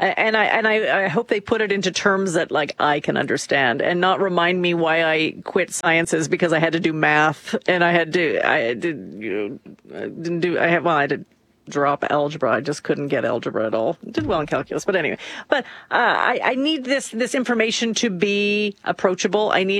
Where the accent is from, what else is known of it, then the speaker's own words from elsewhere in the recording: Canada; And I am inspired to vote because I love my country and I can't imagine not being a Canadian.